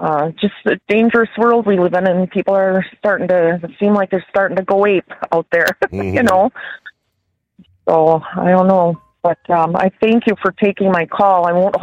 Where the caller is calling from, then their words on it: Florida, United States; we hail from Florida